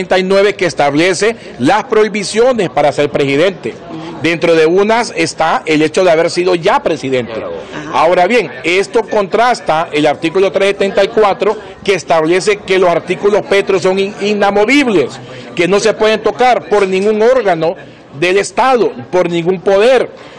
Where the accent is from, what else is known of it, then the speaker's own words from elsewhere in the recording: Honduras; yo estoy como abogado, como hondureño